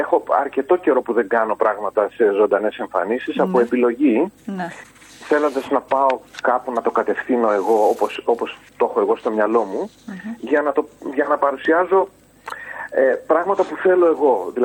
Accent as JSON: {"language": "Greek", "town": "Karditsa", "region": "Thessaly", "country": "Greece", "tie": "born or raised there", "said": "εμείς που μεγαλώσαμε στην Καρδίτσα"}